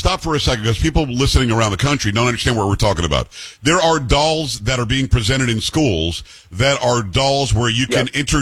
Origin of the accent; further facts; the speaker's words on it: Florida, United States; moved away; also born or lived in New York; It didn't happen where I grew up in Florida.